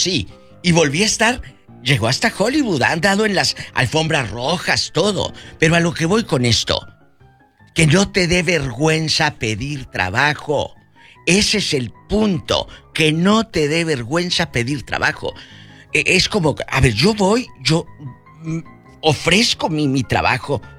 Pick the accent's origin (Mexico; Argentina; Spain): Mexico; Así somos los mexicanos y los hispanos, somos así.